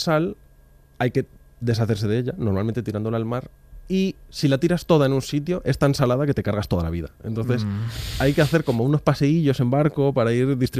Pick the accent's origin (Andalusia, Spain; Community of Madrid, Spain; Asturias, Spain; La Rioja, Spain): Community of Madrid, Spain; Madrid